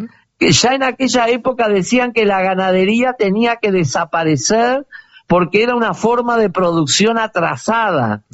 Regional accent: Uruguay; lo que somos todos los uruguayos

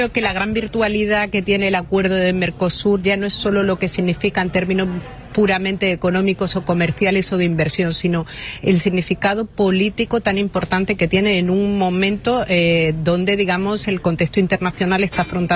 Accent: Spain; Yo creo que nosotros, y hablo de España

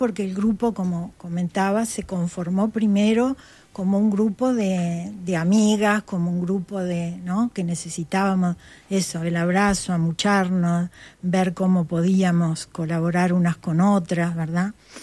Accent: Pando, Canelones, Uruguay; soy de la ciudad de Pando

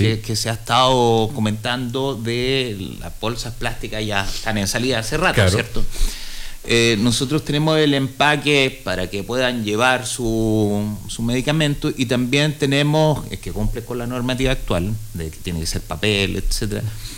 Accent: Rinconada de Silva, Valparaíso, Chile; also born or lived in Santiago; now in Putaendo, Chile; Yo soy nacido y criado en Rinconada de Silva

